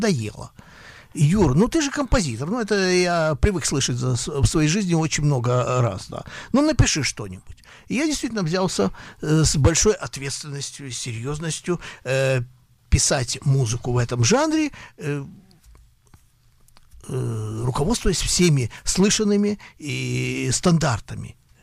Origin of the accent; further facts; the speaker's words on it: Odesa, Odesa Oblast, Ukraine; Жил, да, я жил на уроженец Одессы.